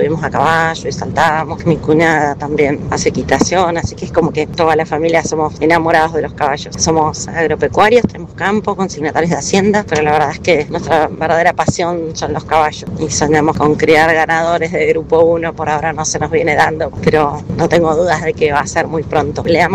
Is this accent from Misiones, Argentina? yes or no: no; Eduardo Castex, La Pampa, Argentina; de Eduardo Castex, La Pampa.